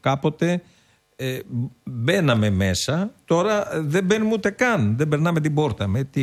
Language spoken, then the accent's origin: Greek; Western Greece, Greece; moved away; στην πατρίδα μου, στο Λακαρανία